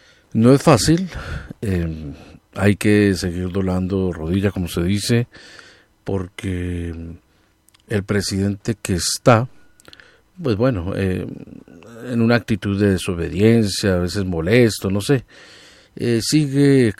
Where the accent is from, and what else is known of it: Colombia